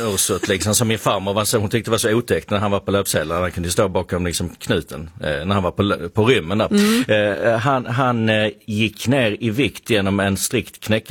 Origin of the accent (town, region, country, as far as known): Skåne, Sweden